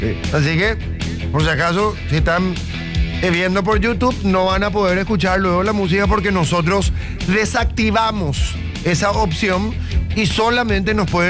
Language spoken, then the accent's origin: Spanish; Paraguay